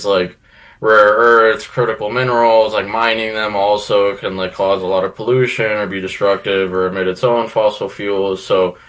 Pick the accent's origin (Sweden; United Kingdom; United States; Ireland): United States; Florida; We're from Florida. I've always lived 15 minutes from the beach. I'm in Fort Lauderdale.